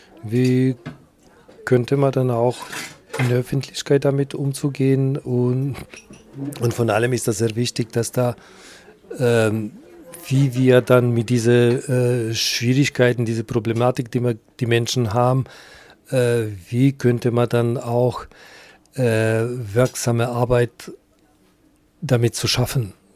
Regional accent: North Macedonia; born or raised there; now in Germany

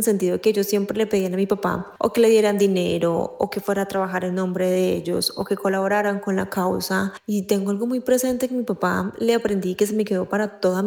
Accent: Colombia; moved away; incluso extrañando mi tierra, mi familia y todo lo que tú conoces, todo tu día a día. Yo creo que represento mujeres colombianas porque mi historia no es única.

